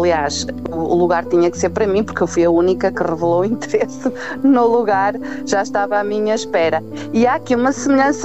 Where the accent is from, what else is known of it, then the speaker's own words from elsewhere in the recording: Trás-os-Montes, Portugal; não escondo e faço questão de dizer que sou transmontana, sim.